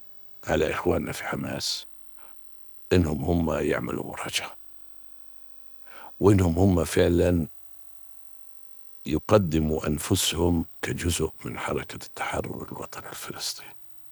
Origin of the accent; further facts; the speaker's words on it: Palestine; إحنا كفلسطينيين ما بتقدر أنت تعزلنا عن التاريخ.